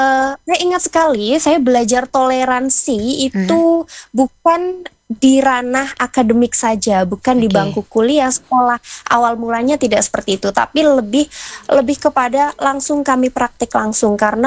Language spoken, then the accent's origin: Indonesian; Java, Indonesia; saya masih ingat betul waktu dulu semasa kecil, ketika di Jawa